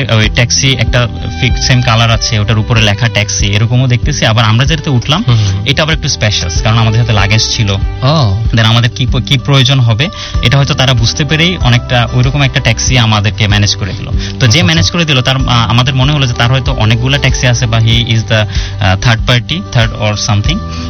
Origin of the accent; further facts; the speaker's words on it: Bangladesh; আমরা বাংলাদেশি বাঙালিরা